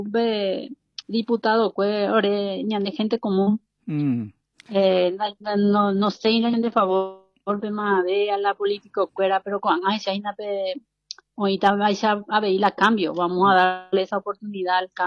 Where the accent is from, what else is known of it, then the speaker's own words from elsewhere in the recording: Paraguay; now in Spain; fundar una asociación como paraguayo